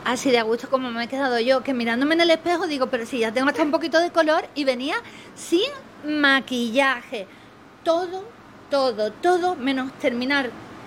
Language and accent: Spanish; Seville, Andalusia, Spain; Soy de Sevilla. A ver, nosotros también venimos hoy de Sevilla.